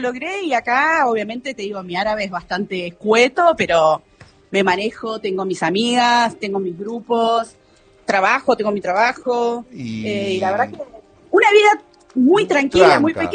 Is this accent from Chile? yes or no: no; Neuquén, Argentina; also born or lived in Buenos Aires / Santa Cruz / Río Negro / Bariloche; Yo nací en Buenos Aires, sí. Me crié en Neuquén